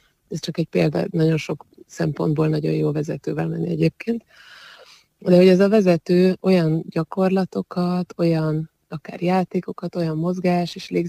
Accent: Budapest, Hungary; Én Budapesten nőttem föl, Budapestnek egy inkább ilyen kertesebb részén, tehát nem az erdő szélén éltem

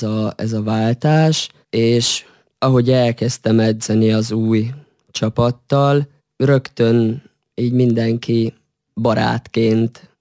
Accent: Senta, Vojvodina, Serbia; Igen, Zentán is töltöttem úgy a eddigi fiatalságom meghatározó részét. Ott nőttem fel 6 éves koromtól egészen 20 éves koromig. Ott jártam ki az általános iskolát, a gimnáziumot.

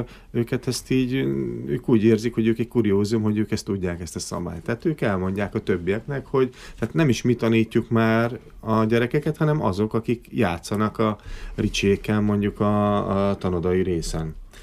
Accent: Miskolc, Borsod-Abaúj-Zemplén, Hungary; born there; moved away; Miskolcon 25 évig, tehát nem itt éltem, és visszajöttem

